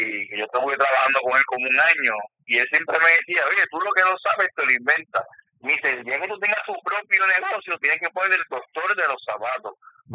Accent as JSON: {"language": "Spanish", "town": "Bayamón", "country": "Puerto Rico", "tie": "born or raised there", "said": "Yo soy de Bayamón, nacido en Bayamón."}